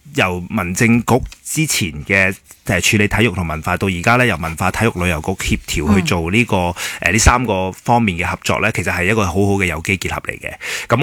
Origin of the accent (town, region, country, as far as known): Hong Kong